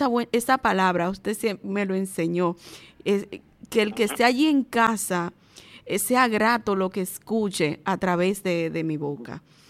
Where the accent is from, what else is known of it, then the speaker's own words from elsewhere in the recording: Dominican Republic; muchos de nosotros los dominicanos